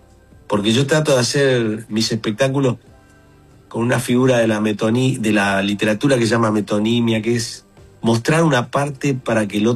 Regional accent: Colombia; Venimos de Colombia a hacer una experiencia preciosa.

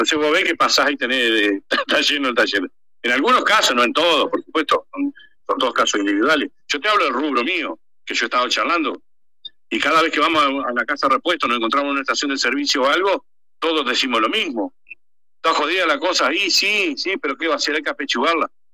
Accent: Argentina; como somos los argentinos.

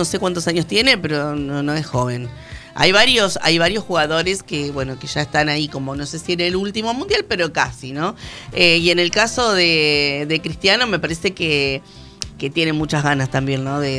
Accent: Argentina

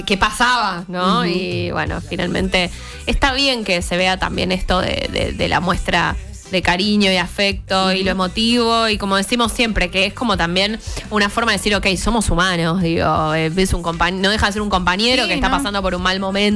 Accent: Argentina; somos argentinos

